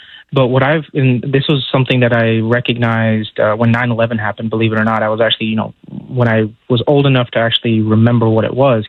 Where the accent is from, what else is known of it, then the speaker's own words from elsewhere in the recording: United States; I grew up in the United States.